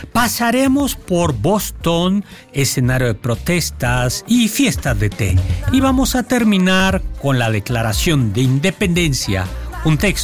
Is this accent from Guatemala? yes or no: no; Mexico City, Mexico; porque como todo mexicano, todo chilango tiene siempre un pariente en Chicago.